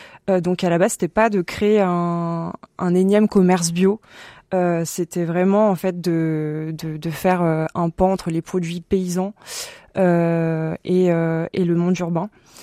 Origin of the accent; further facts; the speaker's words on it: Auvergne-Rhône-Alpes, France; j'ai grandi dans le Vercors, entourée de montagnes.